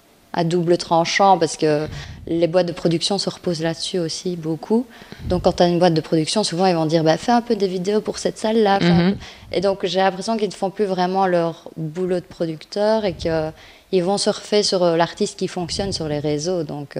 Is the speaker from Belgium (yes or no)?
yes; Liège, Wallonia, Belgium; Mais ouais, moi je tiens hyper fort à Liège et je ne change pas de mon accent non plus, je parle comme je parle.